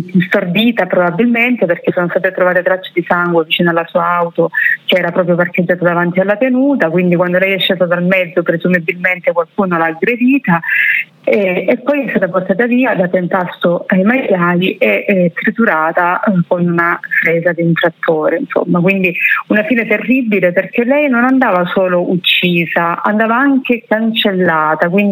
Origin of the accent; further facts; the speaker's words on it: Cinquefrondi, Calabria, Italy